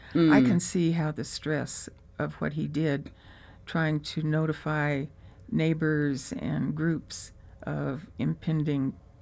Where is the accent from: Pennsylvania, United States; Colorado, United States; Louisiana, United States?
Colorado, United States; Denver; growing up in Denver